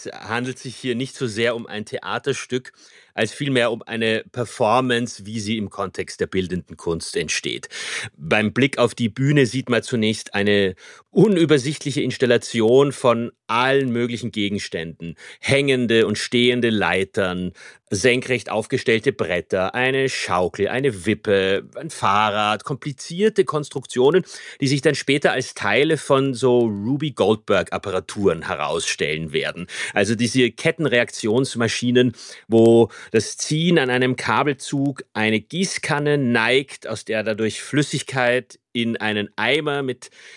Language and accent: German; Vienna, Austria